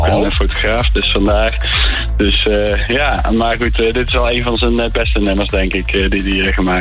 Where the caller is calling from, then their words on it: Eindhoven, North Brabant, Netherlands; En ik kom zelf ook uit Eindhoven.